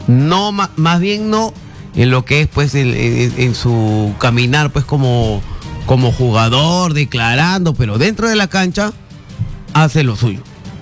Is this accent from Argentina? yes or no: no; Peru